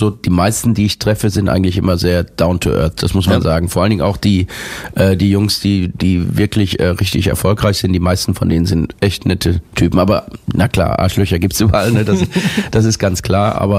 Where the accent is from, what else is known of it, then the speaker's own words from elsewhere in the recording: Germany; Wenn ich als Deutscher englische Texte schreibe, dann empfinde ich das immer, dann hört man, dass das irgendwie so, ja, ein Deutscher geschrieben hat.